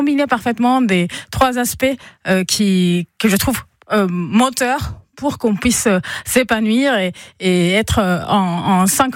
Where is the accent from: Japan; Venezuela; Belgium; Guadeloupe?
Venezuela; Caracas, Capital District; now in Strasbourg, France; Et bonjour … On vient tous les deux de Caracas.